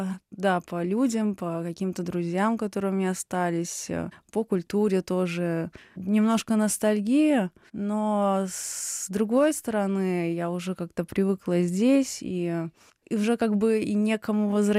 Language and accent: Russian; Ukraine; born there; Да, я родилась в Украине, но мои родители познакомились в Литве и начинали свою жизнь в Висогиносе городе.